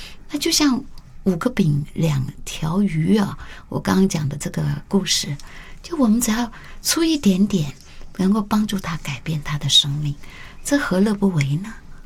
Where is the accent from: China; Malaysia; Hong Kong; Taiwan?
Taiwan; 因为我们是台湾过来的，在台湾我们受的教育，也感谢这个过去我们的父母啊，把我们带到台湾啊，没有留在这个难民村啊